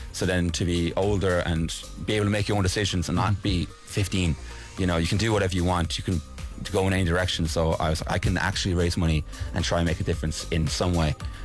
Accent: County Kerry, Ireland; I'm from Kerry.

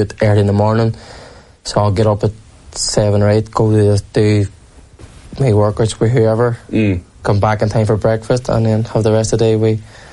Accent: Derry, Northern Ireland, United Kingdom; Growing up in Derry as well, where, like, all my mates were drinkers from an early age

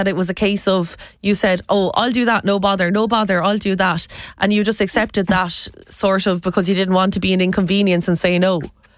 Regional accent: Ireland; do you think, as Irish women, we do have a problem when it comes to keeping everyone happy or people-pleasing?

